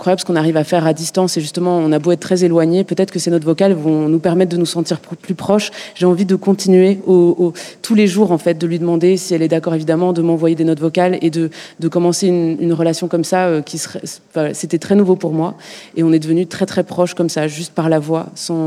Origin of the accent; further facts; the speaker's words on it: Brussels, Belgium; Moi, je suis très privilégiée, je viens de pas très loin, je viens de Bruxelles, donc c'est 1h15 de train